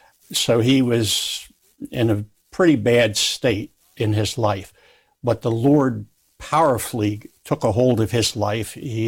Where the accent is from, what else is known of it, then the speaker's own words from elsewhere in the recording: Pennsylvania, United States; also born or lived in New Jersey; So I grew up in Pennsylvania and New Jersey.